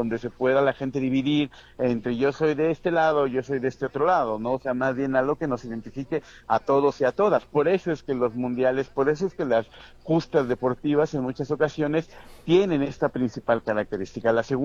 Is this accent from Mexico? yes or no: yes; Mexico; esperemos que para la otra nos vaya mejor y sentiremos un confort de todos nosotros como mexicanos